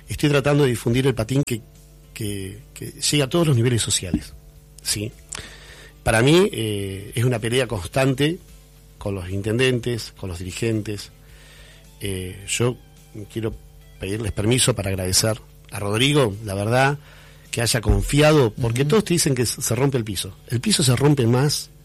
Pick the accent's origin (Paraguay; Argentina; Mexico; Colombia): Argentina; Bariloche, Río Negro; tengo mi escuela de patín en Bariloche, yo soy de Bariloche, nacido y criado